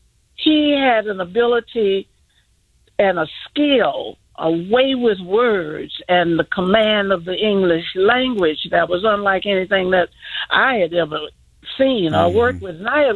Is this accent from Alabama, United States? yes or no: no; Yazoo City, Mississippi, United States; born there; now in Chicago, United States; Oh, I was born in a little town called Yazoo City, Mississippi.